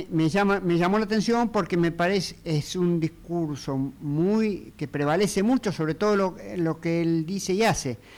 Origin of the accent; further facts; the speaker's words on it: Buenos Aires, Argentina; como habitante de la ciudad de Buenos Aires, y al fin yo nací en la provincia, pero he vivido toda la vida acá y puedo decir que soy porteño.